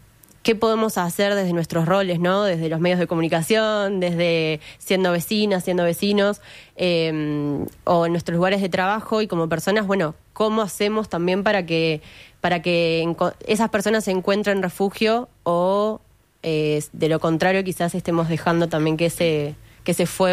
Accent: Uruguay; nosotros como uruguayos, como comunidad receptora o como personas que no migramos

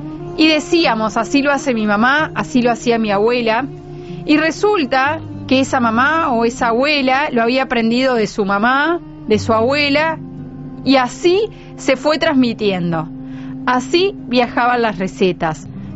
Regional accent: Uruguay; born there; Los descendientes de armenios que nacimos en Uruguay tomamos mate, nos gusta el asado, somos muy uruguayos como cualquiera

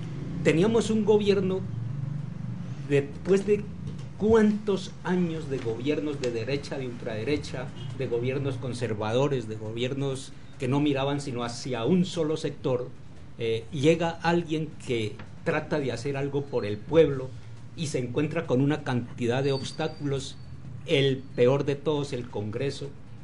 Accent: Colombia

